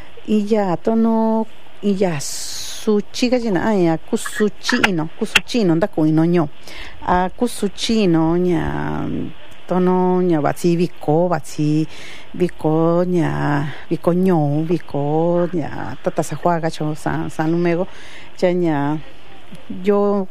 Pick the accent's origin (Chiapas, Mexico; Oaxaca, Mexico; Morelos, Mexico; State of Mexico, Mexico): Oaxaca, Mexico; San Juan Mixtepec; somos de San Juan Mixtepec, pero en nuestra lengua nos llamamos Ñusnubico, y bueno, para los abuelos que también nos decían Yosonubico, así que saludos a todos mis paisanos de San Juan Mixtepec.